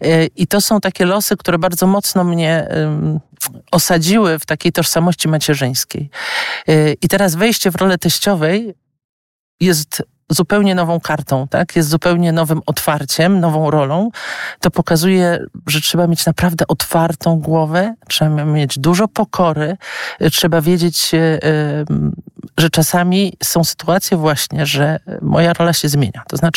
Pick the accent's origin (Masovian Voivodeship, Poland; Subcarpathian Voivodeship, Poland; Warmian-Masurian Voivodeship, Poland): Masovian Voivodeship, Poland; Warsaw; wychowałam się w rodzinie wielodzietnej, w dużym mieście w Warszawie, ale w rodzinie wielodzietnej.